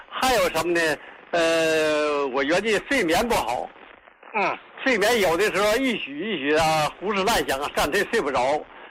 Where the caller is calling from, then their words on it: Dalian, Liaoning, China; 我是大连的